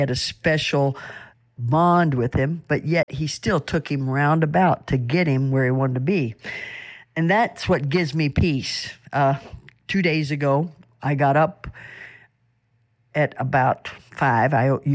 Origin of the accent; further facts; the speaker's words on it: West Virginia, United States; I'm from West Virginia, and we use the terminology, they go roundabout the outhouse.